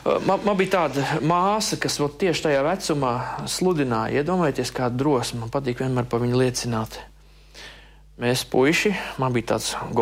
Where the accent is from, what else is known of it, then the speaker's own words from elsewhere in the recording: Ainaži, Limbaži Municipality, Latvia; Ainežos, es esmu no Ainežiem.